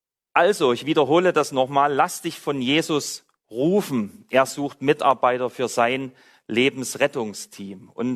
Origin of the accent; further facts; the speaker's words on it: Saxony, Germany; hatte euch erzählt, dass ich aus Sachsen komme. Dort bin ich aufgewachsen.